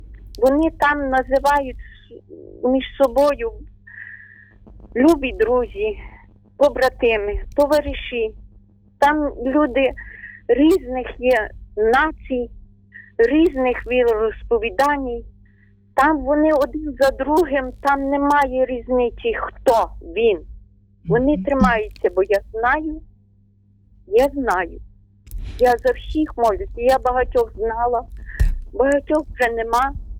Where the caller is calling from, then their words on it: Ternopil, Ternopil Oblast, Ukraine; Я з Тернополя … Тернопільщина